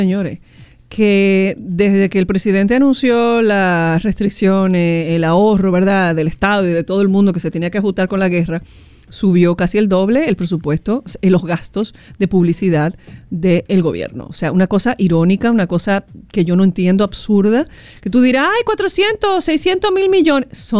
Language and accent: Spanish; Dominican Republic; yo como ciudadana dominicana